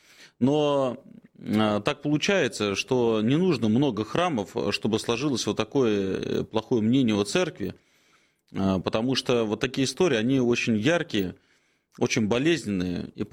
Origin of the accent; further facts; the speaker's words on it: Moscow, Russia; как жители Москвы, коренного причем, да, вот идешь по центру Москвы